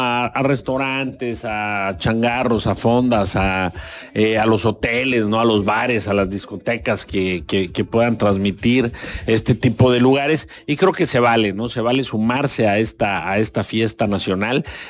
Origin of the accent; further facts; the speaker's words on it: Mexico; lo que los mexicanos estamos construyendo